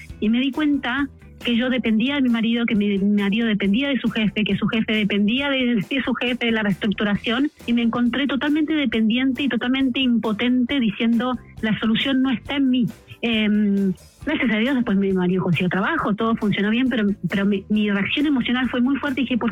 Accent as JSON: {"language": "Spanish", "country": "Argentina", "also_born_or_lived": "England / Chile", "moved": "yes", "said": "yo soy argentina, viví 9 años en Inglaterra y tuvimos a nuestros primeros 2 hijos, después en Chile."}